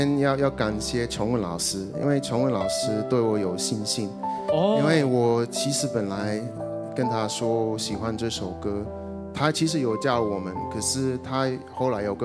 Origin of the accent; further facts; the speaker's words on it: Greece; Chinese is a second language; moved away as an adult; also born or lived in mainland China; now in Kaohsiung, Taiwan; 我是希腊人，